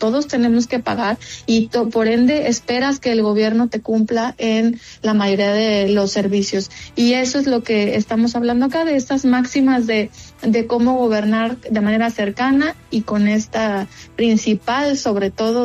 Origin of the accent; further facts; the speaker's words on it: Mexico; podemos aportar como mexicanos.